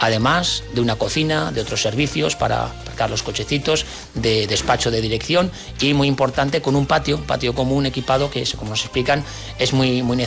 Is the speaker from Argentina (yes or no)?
no; La Rioja, Spain; junto con el resto de los riojanos